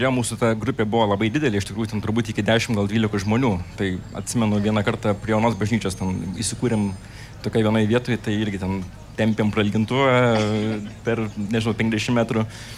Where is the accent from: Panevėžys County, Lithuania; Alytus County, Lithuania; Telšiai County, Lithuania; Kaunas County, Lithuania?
Alytus County, Lithuania; Druskininkai; aš beje pats esu iš Druskininkų